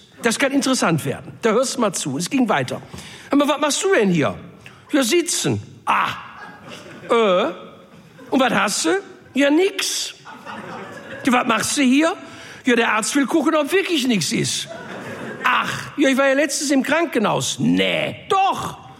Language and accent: German; Duisburg, North Rhine-Westphalia, Germany; ich komme aus Duisburg, das ist nicht schön, aber es ist Heimat, ich liebe das ja.